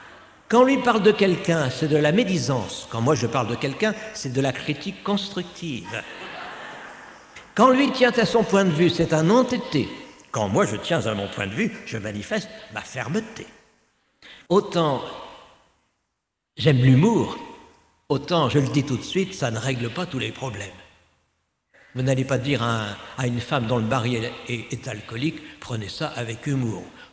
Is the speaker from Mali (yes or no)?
no; Cambrai, Hauts-de-France, France; Je viens de Cambrai